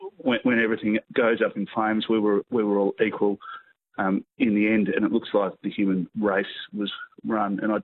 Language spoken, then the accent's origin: English; Bendigo, Victoria, Australia; born there; moved away; also born or lived in Melbourne; we had a cat growing up in Mill Street called Puss Puss, who was a stray. And she came and became our beloved cat for the rest of my adolescence. She got a bit crook when we moved from Bendigo to Melbourne